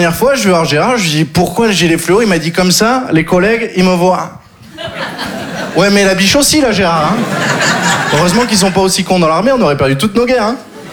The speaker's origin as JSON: {"language": "French", "region": "Occitanie", "country": "France", "tie": "born or raised there", "said": "Je viens du sud, j'ai grandi dans le Gard. Le Gard, vous connaissez ? Disneyland pour les chasseurs."}